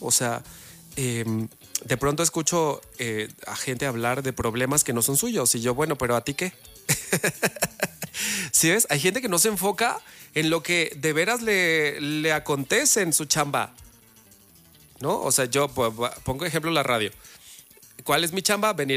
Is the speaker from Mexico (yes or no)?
yes; Mexico; como buenos mexicanos, ¡viva México!